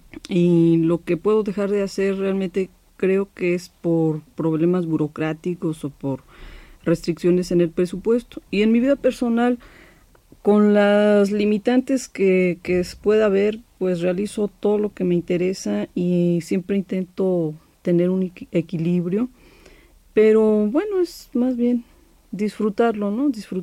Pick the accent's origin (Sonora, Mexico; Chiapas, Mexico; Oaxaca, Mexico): Oaxaca, Mexico; now in Mexico City, Mexico; me ha estado llevando al pueblo de donde soy originaria, en la Mixteca oaxaqueña.